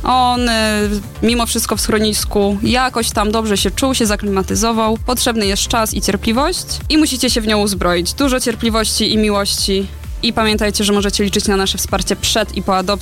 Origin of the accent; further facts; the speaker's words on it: Podlaskie Voivodeship, Poland; accent: Suwałki; moved away as an adult; now in Toruń, Poland; Pochodzę z małej wsi na Suwalszczyźnie. Nie jest to Podlasie, jest to województwo podlaskie, ale nie zaciągam gwaru taką typowo podlaską. Miałam swoją taką suwalską, czego już nie słychać.